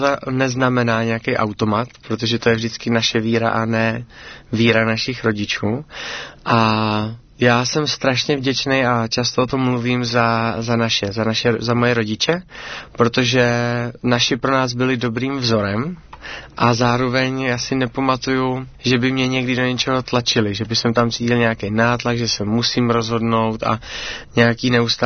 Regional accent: Svitávka, South Moravian Region, Czechia; also born or lived in Kuřim; now in Brno, Czechia; jsem vyrůstal tady v Kuřimi, nedaleko od Brna, tam jsme byli ale jenom chviličku a když mě bylo kolem 5, tak jsme se vlastně přestěhovali do Svitávky, což je malá vesnička Městys, která je kousek od Letovic, kam jsme právě potom s našima, když jsme se přestěhovali, začali chodit do církve.

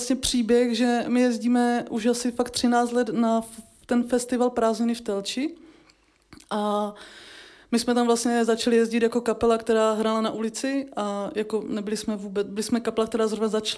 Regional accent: Rožnov pod Radhoštěm, Zlín Region, Czechia; My jsme jako z Rožnova, pod Radoštěm s bráchou

